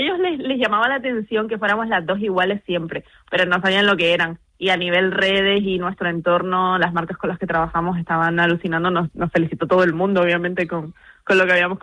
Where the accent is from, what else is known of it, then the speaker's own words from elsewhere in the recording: Canary Islands, Spain; Mi compañera vive en Tenerife y yo soy de Gran Canaria.